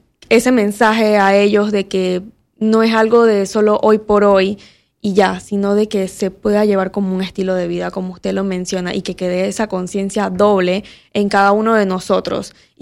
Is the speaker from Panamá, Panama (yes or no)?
no; Chiriquí, Panama; also born or lived in Colón; yo nací en Colón, pero crecí en Chiriquí.